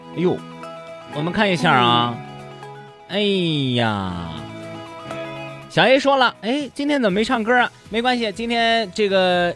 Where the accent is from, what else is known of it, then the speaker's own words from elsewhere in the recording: Shandong, China; 所以我们山东人特别喜欢吃馒头